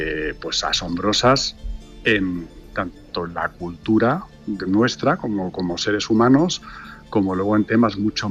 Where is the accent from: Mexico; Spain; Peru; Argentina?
Spain; Tenerife, Canary Islands; Vale, que aunque no lo parezca con tanto nombre de … tal, yo soy de Tenerife.